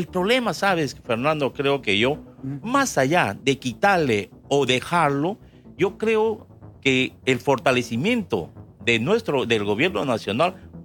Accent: Peru; Y hemos tenido que soportar como peruanos.

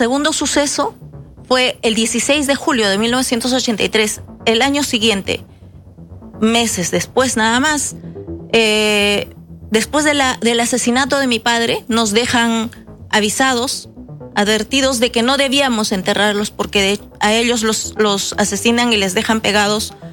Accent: Peru; Yo tenía 7 años cuando sucedió esta desgracia en mi pueblo. Soraas es un pueblo muy pequeño, bastante aislado de la capital, y ya en la frontera de Apurímac y Ayacucho.

